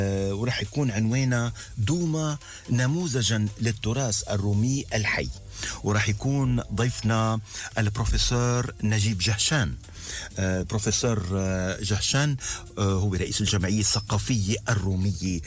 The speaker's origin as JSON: {"language": "Arabic", "country": "Lebanon", "said": "لا، نحن لبنانيين وبكل فخر."}